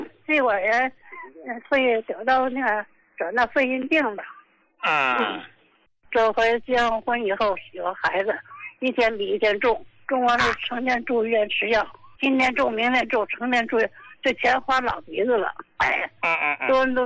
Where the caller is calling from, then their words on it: Qinhuangdao, Hebei, China; 我是秦皇岛的，我今年68了。